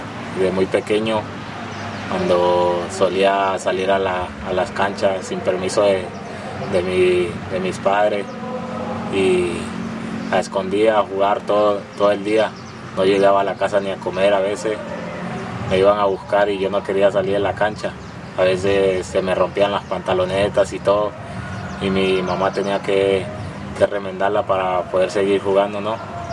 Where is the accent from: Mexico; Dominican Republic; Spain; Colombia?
Colombia; Magüí Payán, Nariño; moved away; Soy de Maguipaya, Nariño.